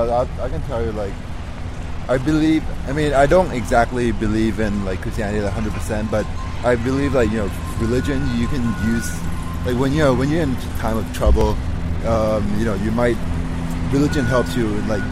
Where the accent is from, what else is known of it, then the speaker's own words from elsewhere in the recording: Thailand; Thailand.